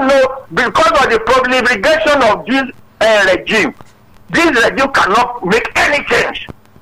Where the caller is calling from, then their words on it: Osun, Nigeria; I'm from Ocean State.